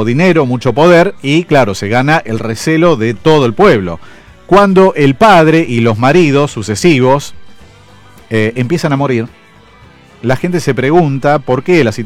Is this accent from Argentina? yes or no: yes; Argentina